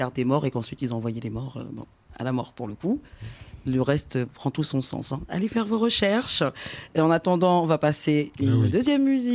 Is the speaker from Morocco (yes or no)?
no; Haiti; Pour le coup, je suis haïtienne.